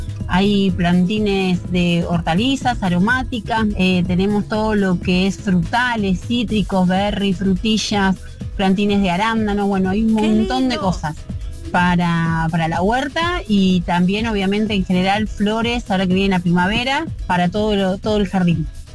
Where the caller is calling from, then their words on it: Del Viso, Buenos Aires Province, Argentina; soy de acá de Delviso.